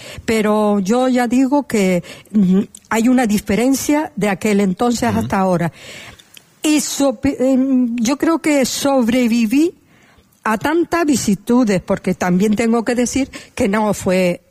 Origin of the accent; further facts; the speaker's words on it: Telde, Canary Islands, Spain; Y en la ciudad de Telde, de donde yo soy, precisamente allí no había, no existía nada de ello.